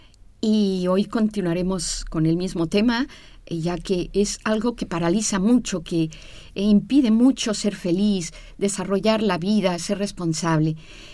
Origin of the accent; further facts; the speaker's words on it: Mexico; also born or lived in Mexico City; yo soy mexicana. Y he vivido en México, la capital, dos terremotos bastante importantes.